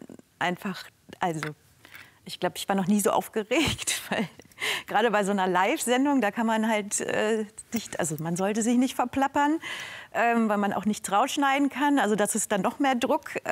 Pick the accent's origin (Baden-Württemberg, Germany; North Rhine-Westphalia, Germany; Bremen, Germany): North Rhine-Westphalia, Germany; Essen; moved away as an adult; also born or lived in Singapore / Düsseldorf; now in London, United Kingdom; Da bin ich in Essen aufgewachsen, Grundschule, Gymnasium. Und nach dem Gymnasium bin ich dann nach Düsseldorf gezogen und habe da dann Medizin studiert. Und nach dem Studium bin ich direkt nach London